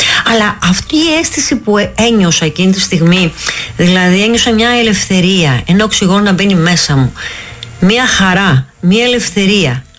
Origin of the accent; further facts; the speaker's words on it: Patras, Western Greece, Greece; έμενα στη Ταραμπούρα και πήγα μόνη μου, παιδάκι, στο εθνικό στάδιο της Πάτρας